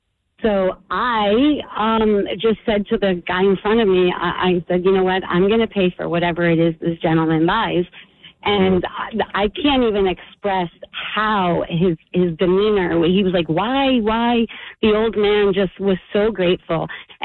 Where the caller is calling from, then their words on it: Howell, New Jersey, United States; Hey, hi. I'm from Howell.